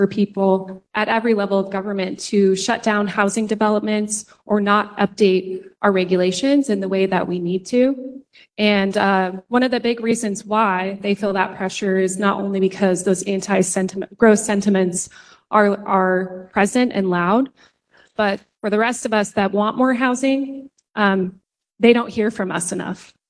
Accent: Middleton, United States; born or raised there

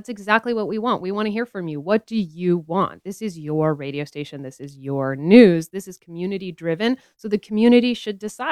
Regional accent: Twin Falls, Idaho, United States; now in North Idaho, United States; I grew up in Idaho. I grew up in Twin Falls. I went to school at U of I and I just fell in love with North Idaho and I'm up here now.

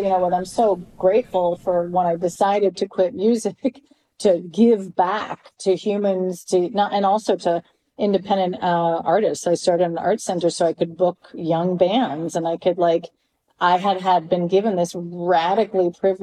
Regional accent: Canada; I was raised in Canada

